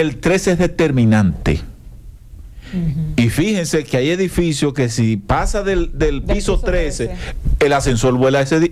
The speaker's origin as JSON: {"language": "Spanish", "country": "Dominican Republic", "said": "nosotros como dominicanos tenemos una condición. Nosotros achicamos la palabra. No decimos pa."}